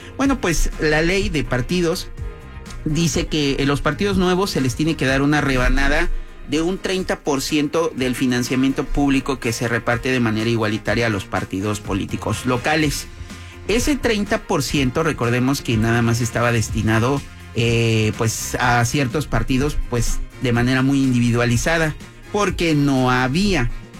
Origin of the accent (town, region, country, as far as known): Mexico